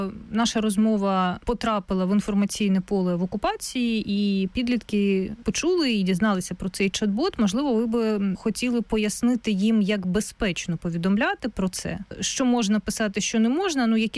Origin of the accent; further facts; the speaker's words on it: Luhansk Oblast, Ukraine; от я сама з Луганщини